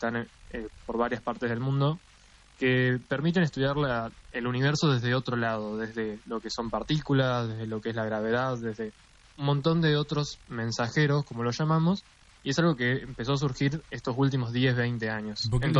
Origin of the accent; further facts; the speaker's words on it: Concepción, Argentina; moved away as an adult; now in La Plata, Argentina; Sí, soy de Concepción. Me mudé por mi cuenta luego a La Plata para poder estudiar la carrera